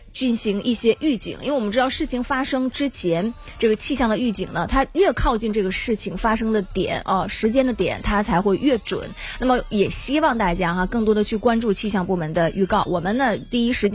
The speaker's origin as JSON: {"language": "Chinese", "region": "Northeast China", "country": "China", "said": "这个对于我们东北人来说，其实考验还是挺大的"}